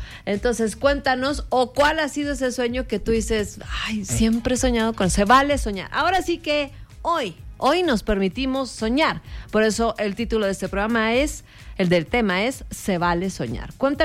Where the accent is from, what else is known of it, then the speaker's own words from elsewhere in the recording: Fresnillo, Zacatecas, Mexico; Sí, en Fresnillo, Zacatecas, que es mi ciudad natal.